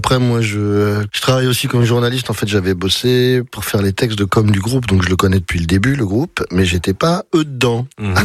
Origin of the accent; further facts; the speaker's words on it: Nouvelle-Aquitaine, France; Non, je suis du Poitou.